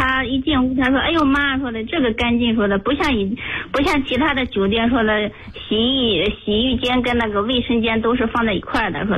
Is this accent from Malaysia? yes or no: no; China; moved away; 像我们老家旁边就是在那叫什么吕梁，很近的。